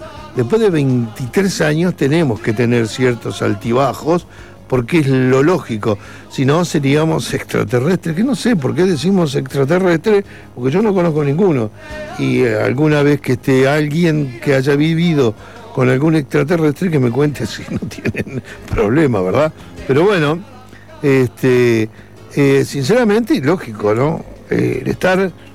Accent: Uruguay; moved away

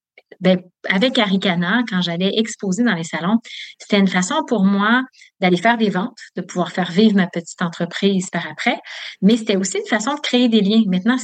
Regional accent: Quebec City, Quebec, Canada; Je viens de Québec.

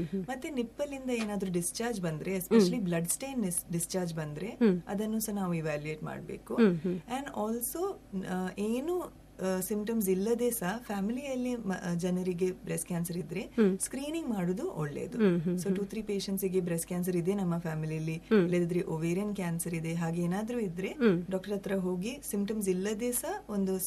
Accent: Mangalore, Karnataka, India; born there; also born or lived in Mumbai; ನಾನು ಮ್ಯಾಂಗ್ಳೂರಿನೇ. ನನ್ನ ಪಪ್ಪ ಮಲಯಾಳಿ ಮ್ಯಾಂಗ್ಳೂರ್ ಕೇರಳದಿಂದ, ನನ್ನ ಮಮ್ಮಿ ಮ್ಯಾಂಗ್ಳೂರಿಂದಲೇ.

